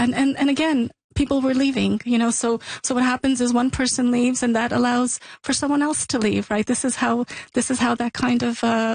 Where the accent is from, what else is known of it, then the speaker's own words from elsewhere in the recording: Montreal, Quebec, Canada; it's not enough to just say I'm Canadian, or I'm a Quebecer, or I'm a Montrealer, because there's always this huge part of who we are, of who I am, my family, that is rooted in that place, in that language.